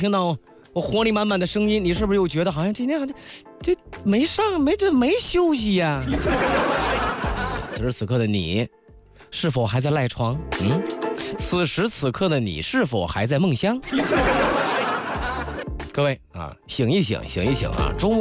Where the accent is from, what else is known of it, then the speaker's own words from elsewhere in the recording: Dalian, Liaoning, China; now in Hangzhou, China; 我们家乡的朋友啊，大连的朋友啊